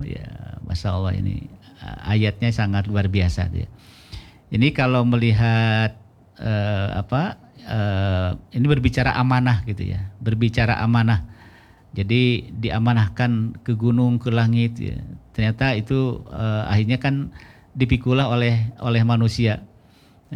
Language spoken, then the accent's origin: Indonesian; Tasikmalaya, West Java, Indonesia; Salam ya buat keluarga di Karangnunggal, karena saya berasal dari Karangnunggal Tasik.